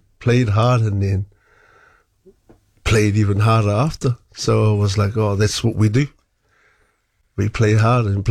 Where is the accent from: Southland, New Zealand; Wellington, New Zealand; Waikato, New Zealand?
Waikato, New Zealand; Tokoroa; I was born and bred in Tokoro.